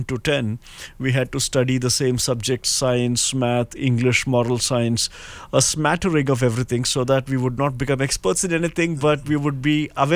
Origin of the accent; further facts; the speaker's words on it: Bangalore, Karnataka, India; Because I grew up in Bangalore